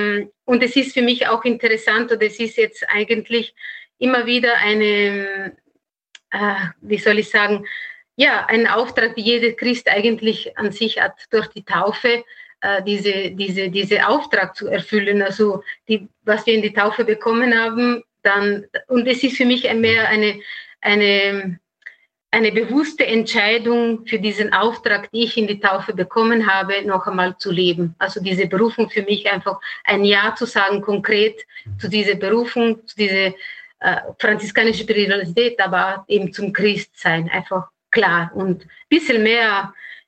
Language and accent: German; Italy; German is a second language; moved away; nicht Österreicherin bin, sondern bin Italienerin.